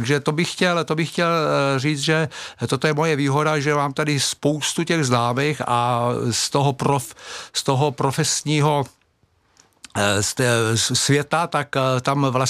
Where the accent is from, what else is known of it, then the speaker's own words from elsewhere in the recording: Brno, South Moravian Region, Czechia; od malička, od narození žiji v Brně, pracuji v Brně